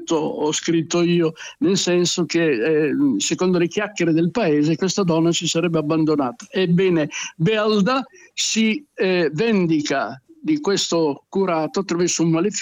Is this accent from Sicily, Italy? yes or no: no; Emilia-Romagna, Italy; Noi siamo stati sempre dei ribelli, fondamentalmente noi romagnoli